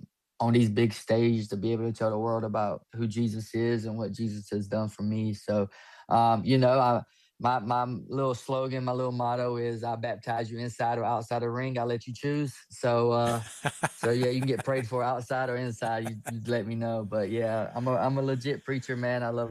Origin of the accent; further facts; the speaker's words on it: Pembroke, North Carolina, United States; Yeah, I grew up in Pembroke, North Carolina. It's pretty rough. It's still rough. It's a place where everybody knows everybody, but we have one of the worst crime rates in North Carolina